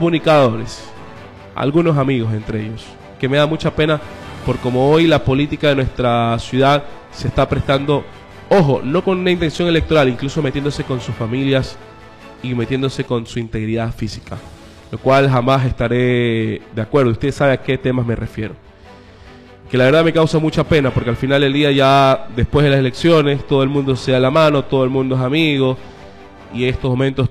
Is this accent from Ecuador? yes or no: yes; Ecuador; todos los días me da orgullo de ser ecuatoriano.